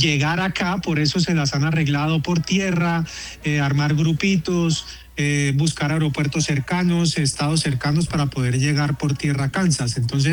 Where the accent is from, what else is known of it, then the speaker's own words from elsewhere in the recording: Colombia; obviamente somos colombianos, somos futboleros